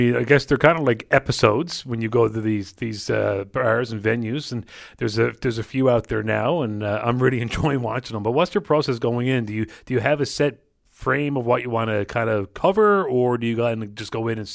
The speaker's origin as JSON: {"language": "English", "town": "Mount Pearl", "region": "Newfoundland and Labrador", "country": "Canada", "tie": "born or raised there", "said": "I grew up in Mount Pearl."}